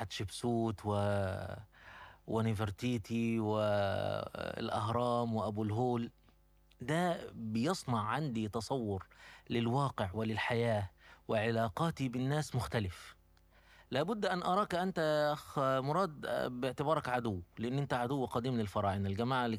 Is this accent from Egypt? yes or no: yes; Egypt; إحنا المصريين